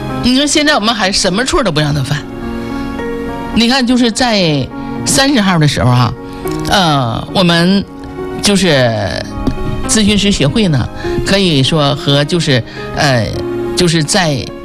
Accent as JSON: {"language": "Chinese", "region": "Northeast China", "country": "China", "accent": "Northeastern Mandarin", "said": "这都是我们东北话，我不知道南方听懂听不懂啊"}